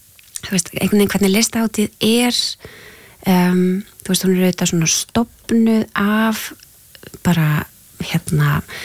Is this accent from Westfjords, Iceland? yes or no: no; Húsavík, Northeastern Region, Iceland; Ég fætt á uppalinn á Húsavík og var þar í æðislegu tónlistarnámi